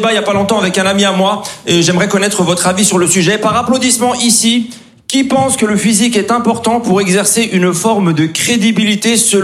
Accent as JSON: {"language": "French", "region": "Grand Est", "country": "France", "tie": "born or raised there", "said": "j'ai grandi en Alsace avec la forte présence de la communauté turque."}